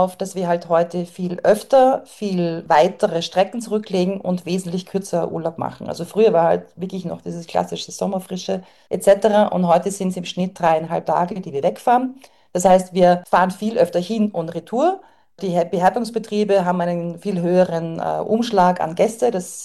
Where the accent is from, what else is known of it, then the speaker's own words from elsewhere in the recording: Austria; Also natürlich haben wir als Österreicher Hallstatt dabei